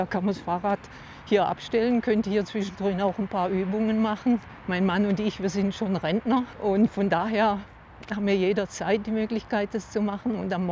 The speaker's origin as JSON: {"language": "German", "town": "Freiburg", "region": "Baden-Württemberg", "country": "Germany", "said": "Also selbst als Freiburger kommt man ins Schwitzen."}